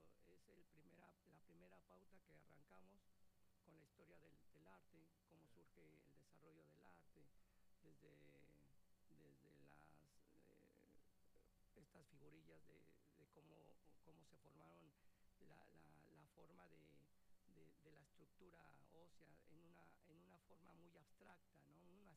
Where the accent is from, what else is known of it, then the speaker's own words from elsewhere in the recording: Mexico; soy mexicano.